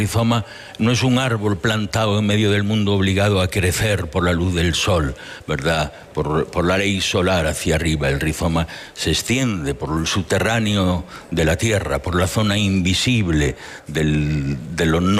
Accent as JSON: {"language": "Spanish", "town": "Villafranca", "country": "Spain", "tie": "born or raised there", "said": "Es un poema que escribí en mi pueblo, en Villafranca"}